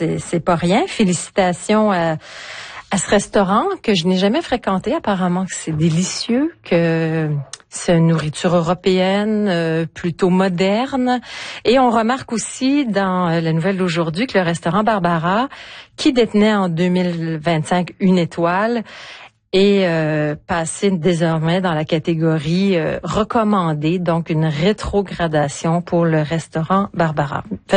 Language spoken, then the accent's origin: French; Quebec, Canada; Parce que quand on est Québécois, le sirop d'érable, ça nous coule dans les veines.